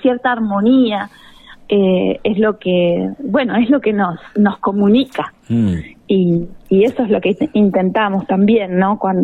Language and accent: Spanish; Argentina